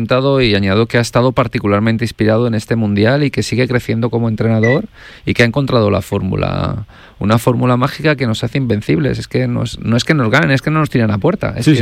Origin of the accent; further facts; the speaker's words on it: Spain; porque somos así los españoles